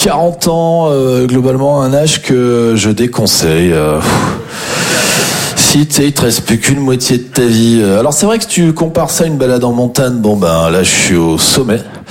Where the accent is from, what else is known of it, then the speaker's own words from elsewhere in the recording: Champagnole, Bourgogne-Franche-Comté, France; Non, je suis originaire d'une petite commune qui s'appelle Champagnol.